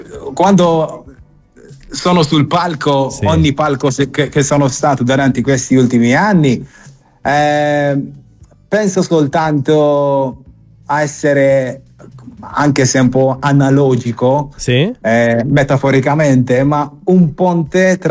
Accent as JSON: {"language": "Italian", "country": "Malta", "second_language": "Italian", "said": "Per noi maltesi è una cosa meravigliosa, perché parlo personalmente, per noi, per la mia generazione, che abbiamo imparato l'italiano e abbiamo amato l'Italia"}